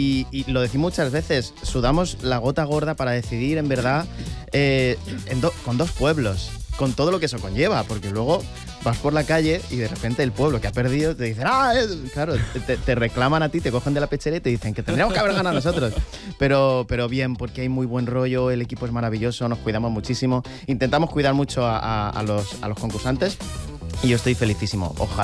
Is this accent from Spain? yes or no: yes; Villena, Valencian Community, Spain; Es que mi pueblo Villena participó, yo soy de Villena.